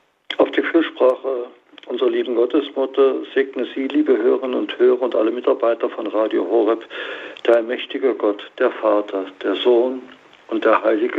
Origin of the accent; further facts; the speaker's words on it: Thuringia, Germany; Oder in meiner Heimat, im Eichsfeld, im Etzelsbach, gibt es eine Pieta